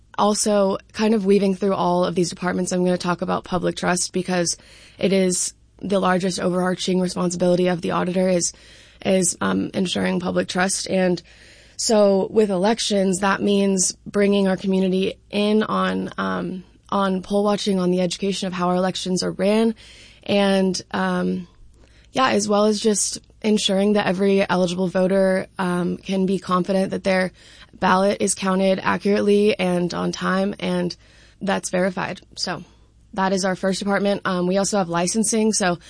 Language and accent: English; Spokane, Washington, United States; I grew up in around Mount Spokane and grew up skiing on the mountain.